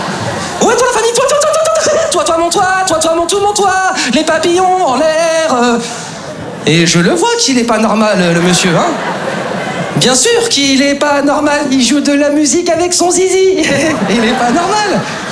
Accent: Lyon, Auvergne-Rhône-Alpes, France; now in Paris, France; Moi, comme beaucoup d'entre vous, les amis, je suis originaire de province, je suis originaire de Lyon. Et c'est vrai qu'avant de m'installer sur Paris, j'avais des petites appréhensions sur cette ville

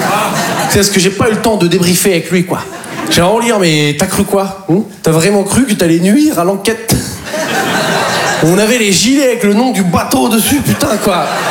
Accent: Poitiers, Nouvelle-Aquitaine, France

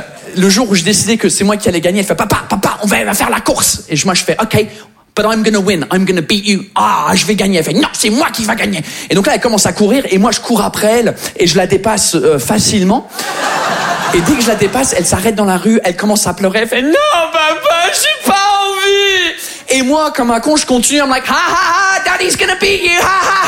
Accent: England, United Kingdom; French is a second language; now in France

